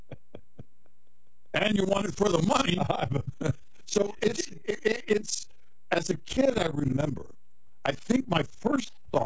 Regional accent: Scotland, United Kingdom

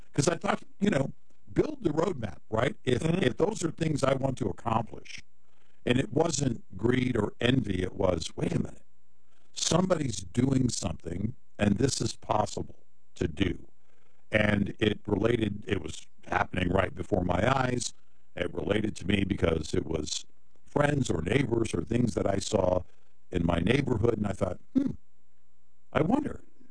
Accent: Scotland, United Kingdom

